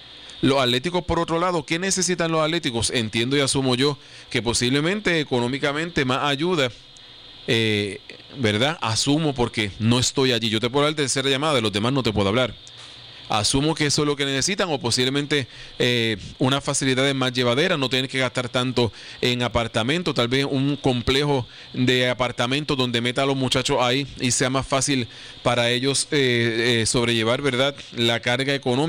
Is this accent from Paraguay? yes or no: no; San Germán, Puerto Rico; Y somos aquí originarios de San Germán